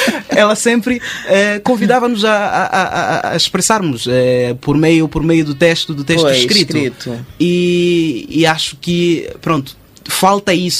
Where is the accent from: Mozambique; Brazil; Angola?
Mozambique; Maputo, Maputo City; Nós costumamos, aqui em Moçambique, em Maputo em específico, que foi onde cresci